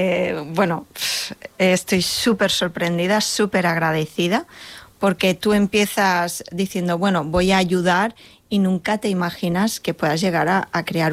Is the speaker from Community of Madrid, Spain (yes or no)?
no; Molins de Rei, Catalonia, Spain; also born or lived in Barcelona; yo nací en Barcelona, soy nacida en Barcelona, pero yo me he criado aquí en Molins.